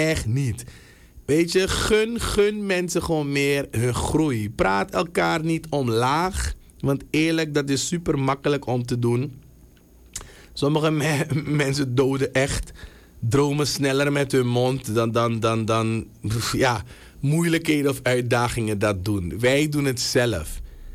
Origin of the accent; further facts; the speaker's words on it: Suriname; als Surinamers